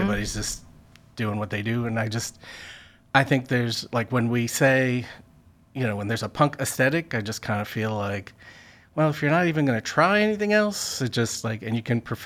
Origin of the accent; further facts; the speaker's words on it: New York, United States; No, I grew up on Long Island.